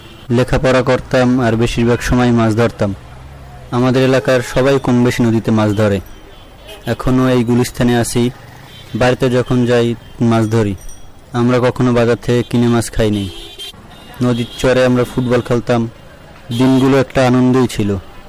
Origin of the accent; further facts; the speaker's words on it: Manikganj District, Dhaka Division, Bangladesh; moved away as an adult; now in Dhaka, Bangladesh; মানিকগঞ্জ জেলার দৌলদি উপজেলার বাচ্চামরা গ্রাম।